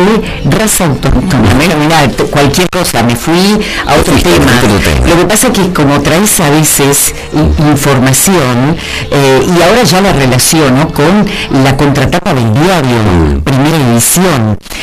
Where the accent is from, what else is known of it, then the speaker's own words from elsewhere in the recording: Argentina; cuando nosotros como argentinos observamos, por ejemplo, la selección de Francia